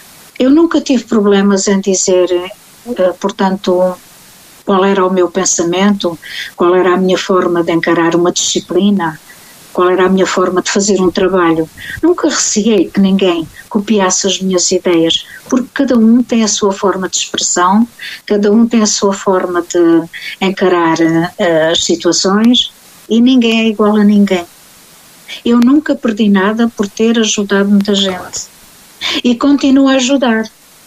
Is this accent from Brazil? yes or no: no; Santa Eulália, Portugal; eu era criança e na minha aldeia, em Santa Eulália